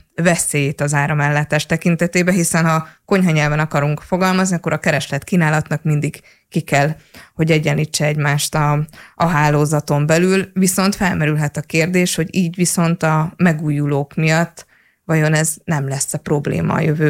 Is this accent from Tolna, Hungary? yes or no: yes; Paks, Tolna, Hungary; én is paksiként